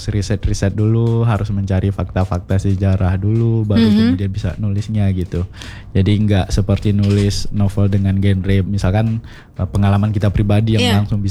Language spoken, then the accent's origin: Indonesian; West Sumatra, Indonesia